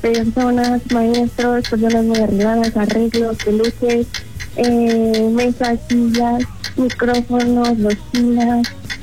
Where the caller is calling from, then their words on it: Metepec, State of Mexico, Mexico; Sí, Metepec.